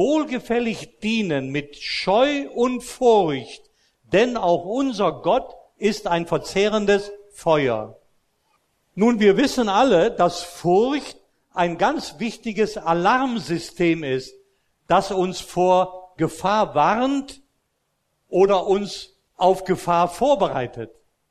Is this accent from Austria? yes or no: yes; Austria; Ich bin ja in Österreich groß geworden, als römisch-katholis